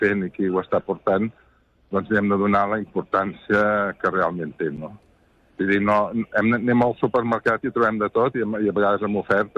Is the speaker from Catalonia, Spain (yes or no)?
yes; Catalonia, Spain; soc del Penedès i bàsicament tinc vinyes